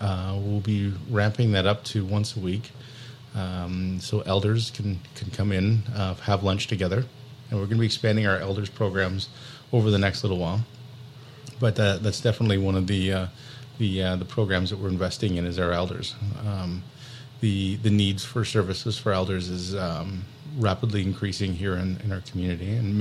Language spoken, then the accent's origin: English; Whitehorse, Yukon, Canada; my first exposure to friendship centers was when I was a kid, growing up in Whitehorse, Yukon, and going to the Skookum Gym Friendship Center.